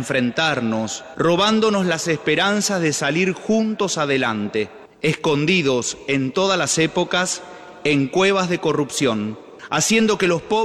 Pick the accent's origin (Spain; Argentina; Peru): Argentina; Como sociedad argentina también recorremos caminos peligrosos